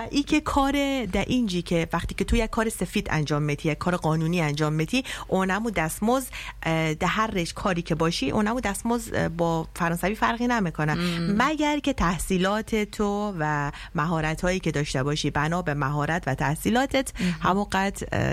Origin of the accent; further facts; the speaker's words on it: Iran; now in France; من اصالتا افغان هستم در ایران در دنیا آمدم بزرگ شدم یعنی دو تا فرهنگ با هم یدک کشیده همزمان بعد آمدیم اینجا با فرهنگ فرانسه